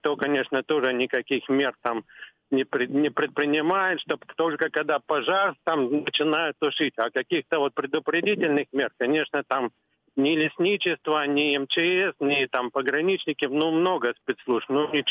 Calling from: Krasnodar Krai, Russia; в нашем как бы вот Краснодарском крае

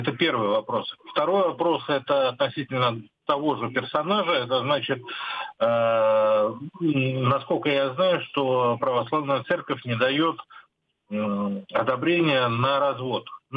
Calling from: Saint Petersburg, Russia; Я из Санкт-Петербурга.

